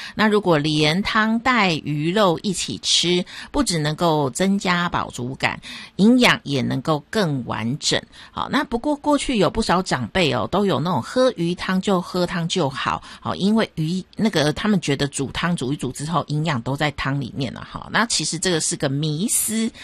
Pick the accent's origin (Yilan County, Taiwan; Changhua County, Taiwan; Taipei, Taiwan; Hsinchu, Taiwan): Taipei, Taiwan; 以我在台北长大的